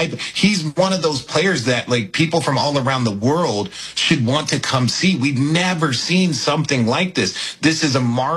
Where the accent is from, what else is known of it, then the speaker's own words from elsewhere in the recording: New York, United States; As a New Yorker, don't marvel too much.